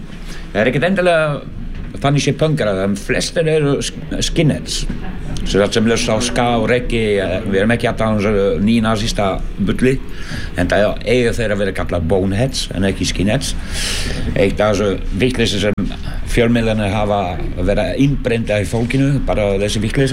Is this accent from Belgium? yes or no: yes; Belgium; now in Iceland; Ég er upprunalega frá Belgíu og kom hérna sem sagt sent 81.